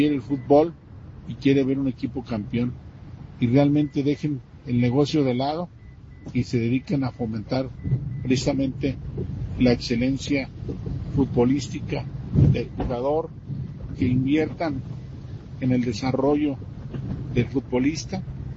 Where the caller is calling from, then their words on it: Michoacán, Mexico; soy de Michoacán.